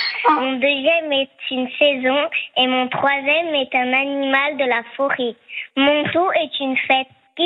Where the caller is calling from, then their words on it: Toulouse, Occitanie, France; j'ai 6 ans et j'habite à Toulouse.